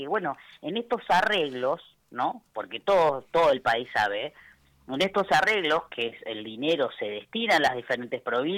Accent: Argentina; lo que más lamento como argentina

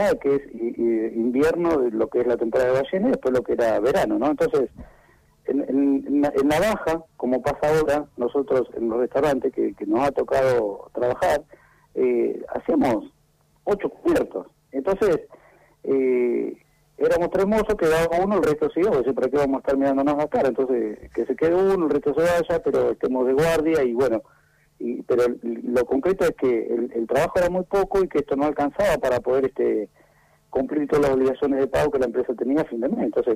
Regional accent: Argentina; Yo me crié de chico estuve en la calle Albarracín y Juan B. Justo.

